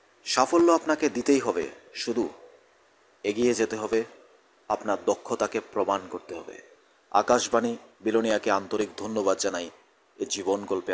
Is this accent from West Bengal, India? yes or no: no; Baikhora, Tripura, India; বায়খরা দক্ষিণ ত্রিপুরায় আমার বাড়ি হলেও